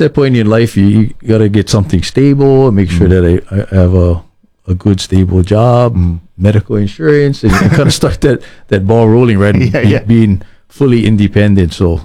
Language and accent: English; Maui, Hawaii, United States; I grew up on Maui, so we really didn't have that much contact with our fire department back then. I lived up in upcountry Maui